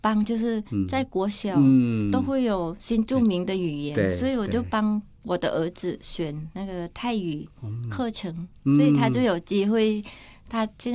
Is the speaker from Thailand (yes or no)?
yes; Thailand; first language Thai; Chinese is a second language; now in Taiwan; 因为我要让我儿子知道说母语就是泰文